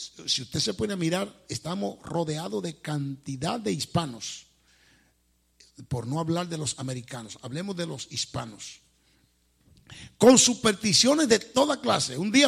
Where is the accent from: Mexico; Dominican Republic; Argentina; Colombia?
Dominican Republic; moved away